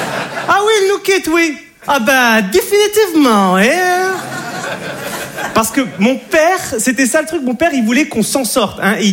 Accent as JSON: {"language": "French", "town": "Monte Carlo", "country": "Monaco", "said": "Et je suis de Monaco, Monte Carlo. Voilà. Le rocher, le prince, les princesses, hein, le Grand Prix de Monaco, les Arabes. Non, je suis l'arabe de Monaco."}